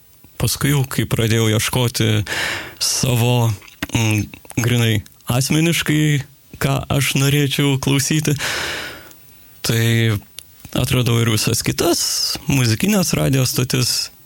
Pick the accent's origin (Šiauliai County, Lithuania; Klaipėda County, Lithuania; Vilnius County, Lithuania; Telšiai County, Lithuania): Šiauliai County, Lithuania; Kairiai; accent: Šiauliai dialect; now in Utena, Lithuania; Aš kilęs iš Šiaulių rajono, Kairių miestelio, tai kai grįžtu į Šiaulius, kalbu šiaulietiškai.